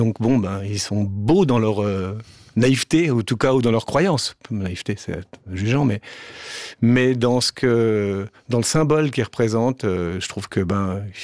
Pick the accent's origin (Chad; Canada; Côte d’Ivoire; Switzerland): Switzerland; now in France; ça fait donc 20 ans que je suis en France. Je suis un Suisse en France et chaque fois que je dis que je suis Suisse, les Français ne comprennent rien vraiment à ce qu'on est.